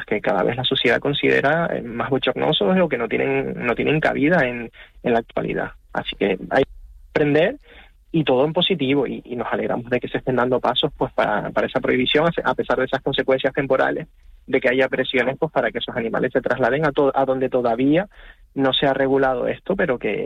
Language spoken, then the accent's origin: Spanish; Canary Islands, Spain; somos en Canarias el lugar de sacrificio